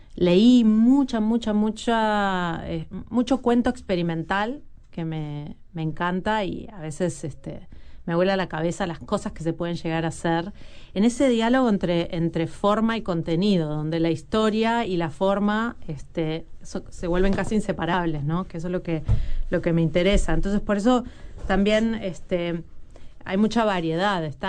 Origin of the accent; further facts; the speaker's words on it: Montevideo, Uruguay; yo nací en El Cordón, esa era mi calle, Chanay Jackson